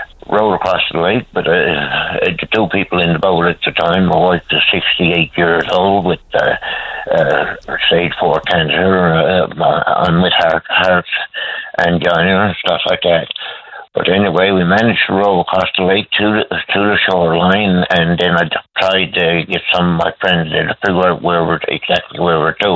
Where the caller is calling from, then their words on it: Newfoundland and Labrador, Canada; as a Newfoundlander. Whatever, you know, as a Canadian